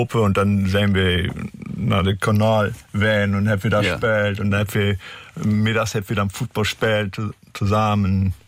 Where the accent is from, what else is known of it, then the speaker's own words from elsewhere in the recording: Meppen, Lower Saxony, Germany; also born or lived in Beckum; Na, ich komme aus Meppen. Meppen, da wo die SV Meppen auch groß geworden ist und die bekannt geworden